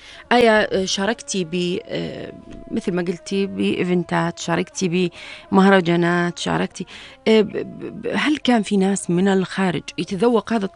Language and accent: Arabic; Jordan; انا كأردنية بنت بادية